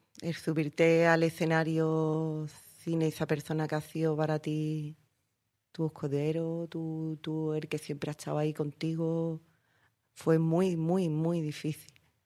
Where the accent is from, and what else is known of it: El Puerto de Santa María, Andalusia, Spain